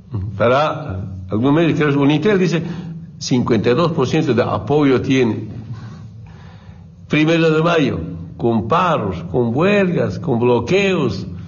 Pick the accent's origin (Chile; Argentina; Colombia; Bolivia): Bolivia; Orinoca, Oruro; Yo cuando me vine de Orinoca acá, de Oruro al Trópico, quería plantar plátano, naranja, coca, y quería estudiar, quería ser periodista.